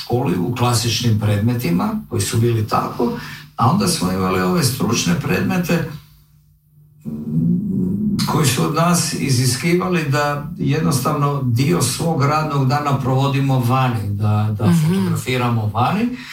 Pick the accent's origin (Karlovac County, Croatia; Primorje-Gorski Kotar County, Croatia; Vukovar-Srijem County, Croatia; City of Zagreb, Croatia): City of Zagreb, Croatia; Zagreb; born there; also born or lived in Molve, Podravina / Pula, Istria; kao mali sam odrastao u Zagrebu